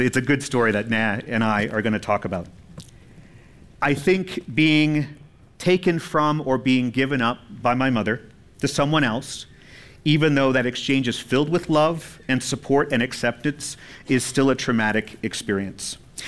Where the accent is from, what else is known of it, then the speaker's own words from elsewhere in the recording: El Paso, Texas, United States; born there; I was born in El Paso to a mother who was an alcoholic and possibly a drug addict. I was given up for adoption.